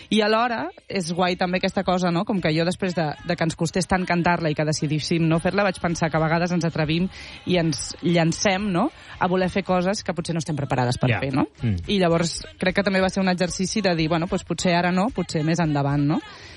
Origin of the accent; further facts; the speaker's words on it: Sant Joan de les Abadeses, Catalonia, Spain; Mira, jo dirigia un cor aquest any … a Sant Joan de les Abadeses, al meu poble